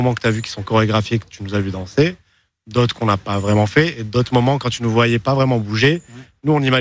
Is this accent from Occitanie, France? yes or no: yes; Montpellier, Occitanie, France